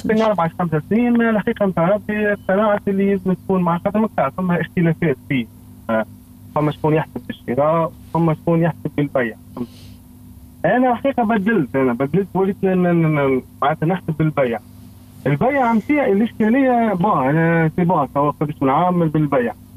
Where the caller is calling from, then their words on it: Manouba, Tunisia; من منوبة.